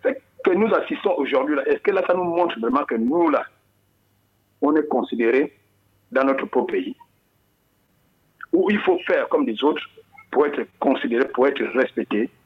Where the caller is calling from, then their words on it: Gabon; en tant que Gabonais de Landa.